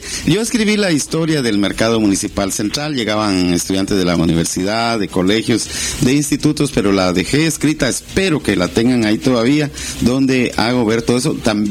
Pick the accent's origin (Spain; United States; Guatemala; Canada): Guatemala; Barberena, Santa Rosa; now in Petén, Guatemala; No, yo soy santarroseño, soy de Barberena, Santa Rosa.